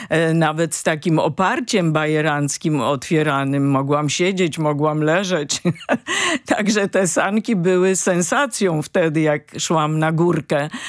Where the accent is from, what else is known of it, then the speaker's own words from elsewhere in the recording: Warsaw, Masovian Voivodeship, Poland; tam się urodziłam, w szpitalu na Karowej, który oczywiście istnieje do dziś. Tam mieszkałam całe dzieciństwo, na ulicy Nowomiejskiej. To jest taka piękna, mała uliczka między rynkiem Starego Miasta a Barbakanem.